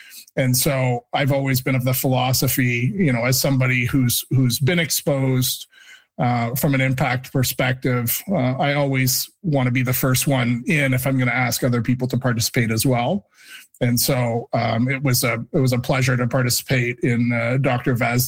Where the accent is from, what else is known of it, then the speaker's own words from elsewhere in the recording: Canada; I'm always very proud as a Canadian